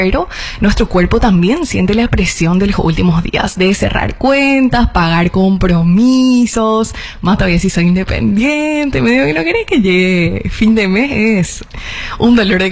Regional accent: Paraguay; realidades que como paraguayos, claro, nos azotan bastante.

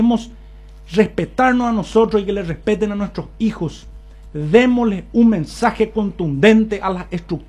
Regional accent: Coronel Oviedo, Caaguazú, Paraguay; hemos hecho algo como obetenses

